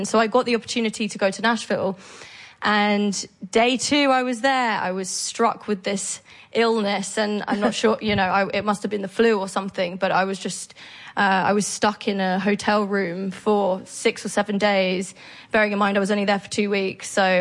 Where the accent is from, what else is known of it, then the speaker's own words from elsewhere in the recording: Brighton, South East England, United Kingdom; moved away; also born or lived in London; So I had to stay in London. I'm from Brighton, and it was all happening in London.